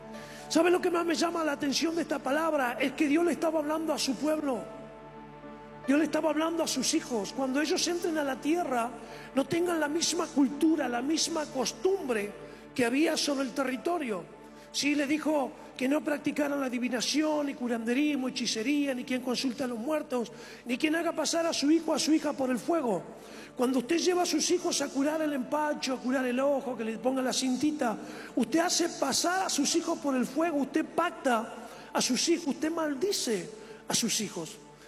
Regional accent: Centenario, Neuquén, Argentina; born there; Mi abuela, yo soy nacido en Centenario, allí en Neuquén, provincia de Neuquén.

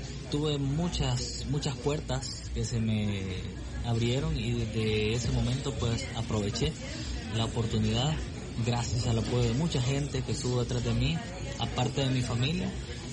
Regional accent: El Salvador; En mi caso, como salvadoreño, con mucho respeto y con mucho porte, trato la manera de interpretar lo mejor posible el género mariachi

